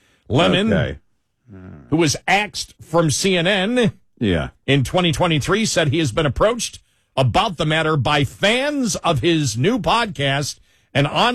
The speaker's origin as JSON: {"language": "English", "town": "Buffalo", "region": "New York", "country": "United States", "accent": "Buffalo"}